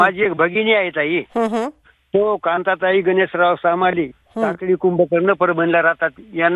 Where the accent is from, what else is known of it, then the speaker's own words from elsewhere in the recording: Govindpur, Maharashtra, India; born there; माझं गाव गोविंदपूर, तालुका पूर्णा.